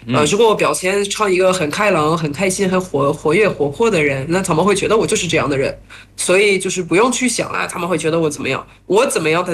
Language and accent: Chinese; France; Chinese is a second language; 我是来自法国的